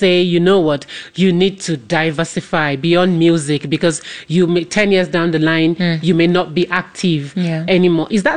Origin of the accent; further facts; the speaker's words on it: Nigeria; now in Nairobi, Kenya; I am also Nigerian, but presenting Focus on Africa from the Nairobi Bureau.